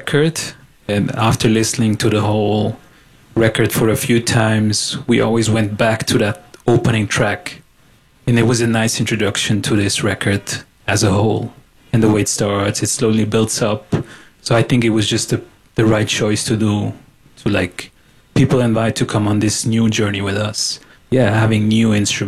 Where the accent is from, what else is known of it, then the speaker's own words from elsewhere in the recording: Switzerland; feels really personal and home in a way, even though we grew up in Switzerland.